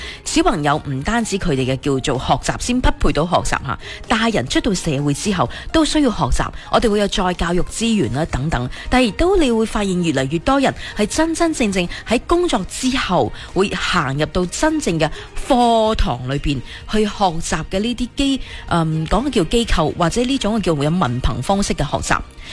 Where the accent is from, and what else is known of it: Guangdong, China